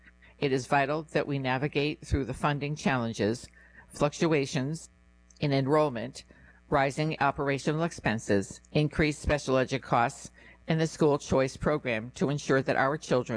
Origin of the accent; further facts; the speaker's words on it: Southwick, Massachusetts, United States; As a lifelong resident of Southwick, I grew up on Congammon Lake and graduated from the Southwick Regional School District. This community has always been home to me